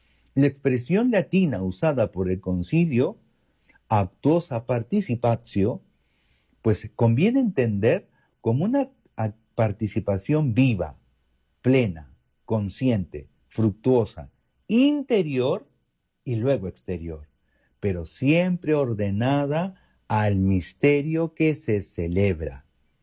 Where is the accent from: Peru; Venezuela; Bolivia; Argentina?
Peru; ¿De dónde soy? Soy de Perú.